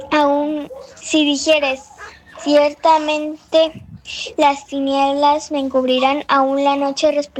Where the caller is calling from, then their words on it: Veracruz, Mexico; soy de Veracruz, México.